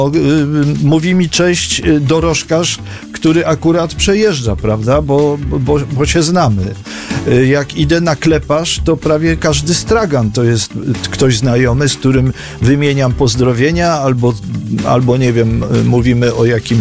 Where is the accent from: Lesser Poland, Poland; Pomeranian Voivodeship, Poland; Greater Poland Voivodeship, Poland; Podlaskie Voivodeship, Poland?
Lesser Poland, Poland; Kraków; Ja się wychowałem w czynszowej kamienicy w centrum miasta i zawsze było mi takie środowisko bliskie. Wiedziony jakimś podszeptem pewnie i małżonki, a może i modą, że dom, prawda? Myśmy się wyprowadzili na 16 lat z Krakowa do Rząski.